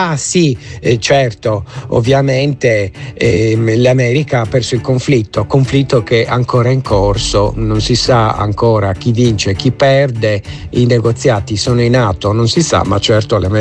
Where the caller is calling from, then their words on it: Amsterdam, North Holland, Netherlands; da Amsterdam